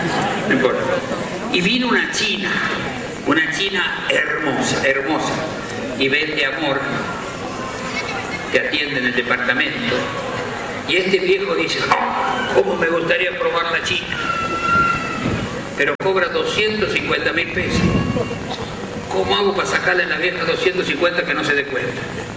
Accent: San Francisco, Córdoba, Argentina; Pero bueno, tenemos las historias de mi pueblo. Hay un cuento que me gusta porque es de un viejo de mi pueblo que le gustan las mujeres, la de él y las otras. Nosotros le decimos un pitero, no sé cómo le dicen acá.

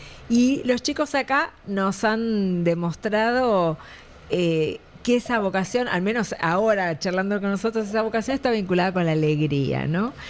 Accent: Buenos Aires, Argentina

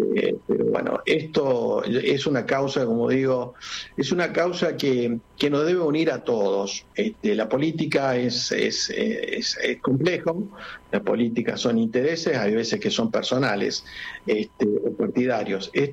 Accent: Salta, Argentina; now in Córdoba, Argentina; nunca dejo de ser salteño, vivo pensando en mi tierra y vivo permanentemente estando en mi tierra.

